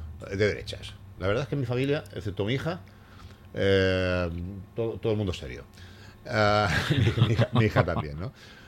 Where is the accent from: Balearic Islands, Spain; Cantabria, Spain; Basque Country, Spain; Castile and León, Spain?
Balearic Islands, Spain; Mallorca; Yo mallorquines, porque yo nací aquí, soy mallorquín, y adoro esta tierra y quiero morir en esta tierra.